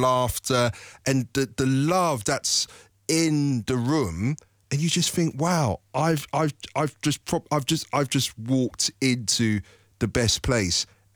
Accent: London, United Kingdom; I'm a Londoner, and Northwest London, in particular Kilburn and Cricklewood, is known to be, you know, a traditional Irish area.

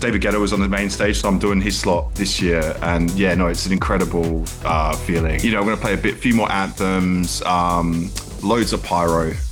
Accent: Australia; obviously I'm from Australia.

